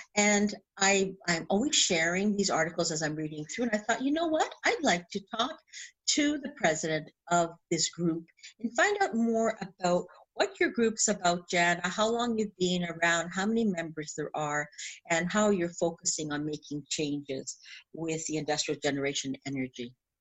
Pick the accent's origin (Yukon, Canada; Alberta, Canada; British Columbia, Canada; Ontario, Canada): Ontario, Canada; Myself, I'm from the Niagara region in Ontario, Canada